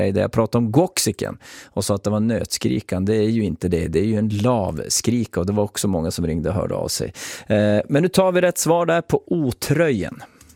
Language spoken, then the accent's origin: Swedish; Norrbotten County, Sweden; jag är också från Norrbotten